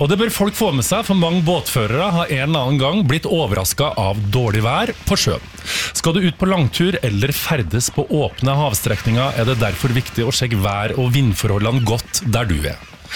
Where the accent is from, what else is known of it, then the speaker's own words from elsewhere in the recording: Trøndelag, Norway; accent: Trøndersk; moved away; For jeg er egentlig trønder.